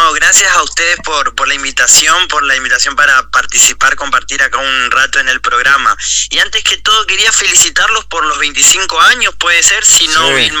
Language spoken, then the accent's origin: Spanish; Las Toscas, Santa Fe, Argentina; Yo particularmente soy de Las Toscas